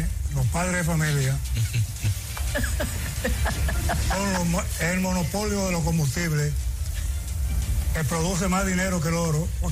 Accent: Bayaguana, Monte Plata, Dominican Republic; born there; los de Bayaguana, mi pueblo

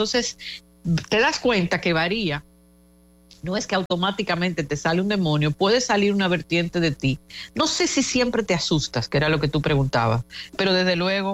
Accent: Dominican Republic; nosotros como dominicanos cuando emigramos tenemos comportamientos distintos

